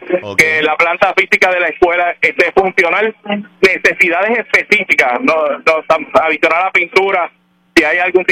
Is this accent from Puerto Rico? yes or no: yes; Quebradillas, Puerto Rico; yo soy natural de Quebradillas, así que hoy estoy en casa.